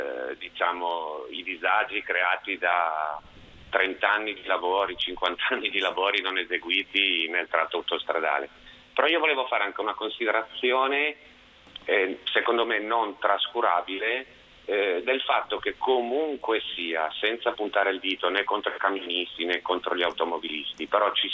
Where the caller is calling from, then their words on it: Genoa, Liguria, Italy; da Genova.